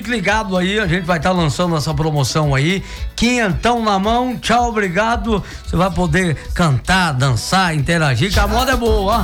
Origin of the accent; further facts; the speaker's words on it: Alvinópolis, Minas Gerais, Brazil; born there; Eu nasci em Alvinópolis